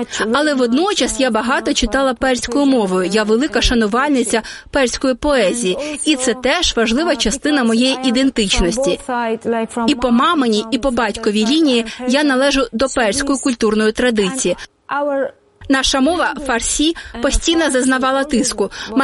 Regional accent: Afghanistan; Вони навіть не здогадуються, що я з Афганістану, якщо не бачать якихось очевидних деталей.

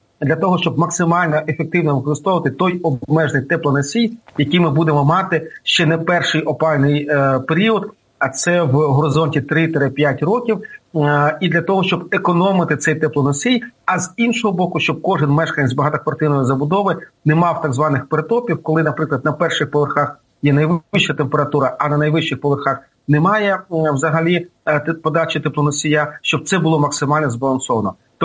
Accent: Kharkiv, Kharkiv Oblast, Ukraine; мій рідний Харків

